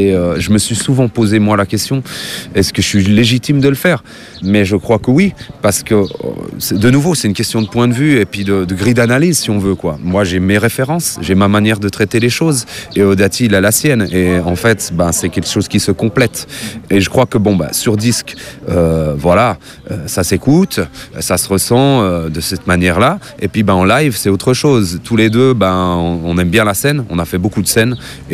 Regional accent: Switzerland; born there; moi je suis né en Suisse, de parents immigrés, mais ouais, je suis né en Suisse.

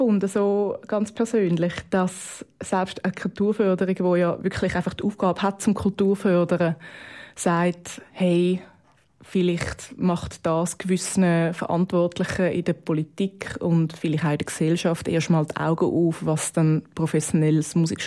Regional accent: Zurich, Switzerland; also ich komme aus Zürich

